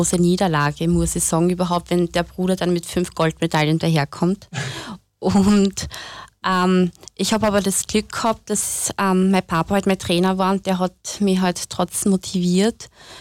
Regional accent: Kosovo; auch ich bin Kosovo-Albanerin aus einem muslimischen Umkreis und damals bin ich auch im Sommer oft in meinem Herkunftsland geschwommen

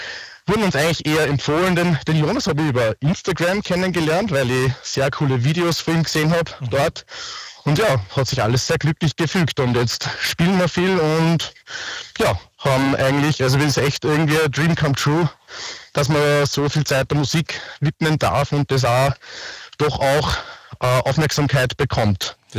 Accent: Upper Austria, Austria; accent: Upper Austrian dialect; now in Vienna, Austria; bei mir hört man es vielleicht ein bisschen am Dialekt. Ich bin ein Oberösterreicher, ich komme aus Christkirchen, wohne aber in Wien. Jetzt gerade rufe ich vom Traunsee an.

